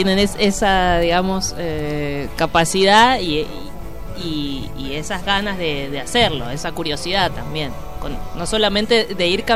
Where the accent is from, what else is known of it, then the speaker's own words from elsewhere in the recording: Mendoza, Argentina; quienes somos por ahí del Gran Mendoza